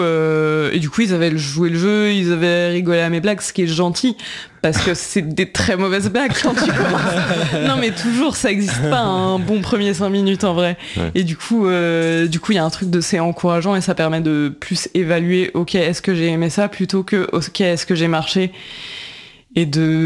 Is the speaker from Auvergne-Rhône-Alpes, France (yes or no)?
yes; Thonon-les-Bains, Auvergne-Rhône-Alpes, France; Bah, Thonon-les-Bains, mais je sais pas.